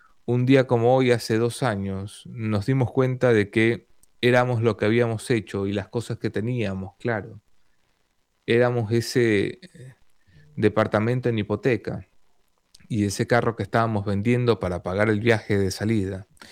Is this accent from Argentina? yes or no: no; Ecuador; Y los que hablamos con el acento marcado, golpeado, como si fuéramos Sofía Vergara, pero sin gracia, sin ninguna gracia. Hay dos tipos de ecuatorianos, supongo.